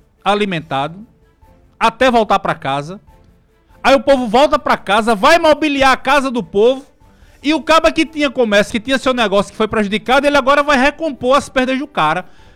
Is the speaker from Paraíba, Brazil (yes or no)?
yes; Santa Rita, Paraíba, Brazil; sou santarritense, nascido no dia 5 de outubro de 1976, na maternidade de Governador Flávio Ribeiro Coutinho, pelas mãos do médico Dr. Dorivaldo Pereira.